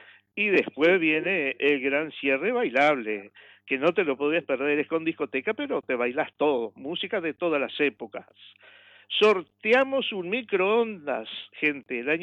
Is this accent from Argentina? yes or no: no; Uruguay; y como solidario que somos los uruguayos, yo sé que va a reunir mucha gente.